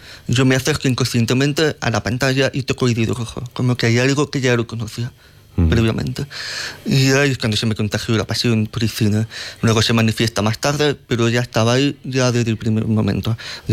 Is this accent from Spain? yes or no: yes; Madrid, Community of Madrid, Spain; born there; porque soy cuerpo madrileño, porque los papeles dicen que yo nací en Madrid